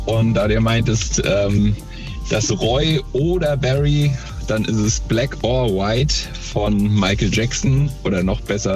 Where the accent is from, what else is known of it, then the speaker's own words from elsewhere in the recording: Hesse, Germany; born there; now in Karlstein am Main, Germany; ich bin ja geborener Hesse